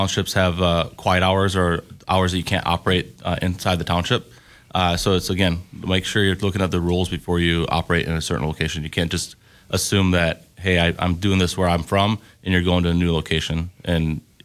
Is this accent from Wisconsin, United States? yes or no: yes; Wisconsin, United States; Well, growing up in Southwest Wisconsin, I was always outdoors hunting and fishing.